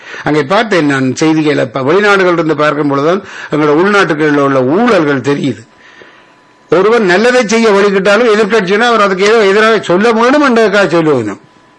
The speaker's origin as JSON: {"language": "Tamil", "country": "Sri Lanka", "said": "நானும் ஒரு ஆசியான நாடு, நான் ஸ்ரீலங்கன், இலங்கை இந்தியா பங்களாதேஷ் பாகிஸ்தான் போன்ற அரசாங்கங்கள்லாம் ஊழல் நிறைந்தது."}